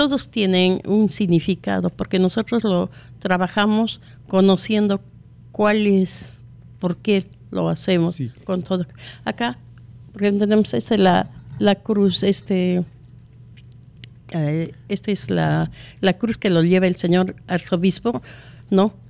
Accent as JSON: {"language": "Spanish", "town": "San Pablo", "region": "Cusco", "country": "Peru", "said": "Sí, de San Pablo muy cerca. Yo, sí."}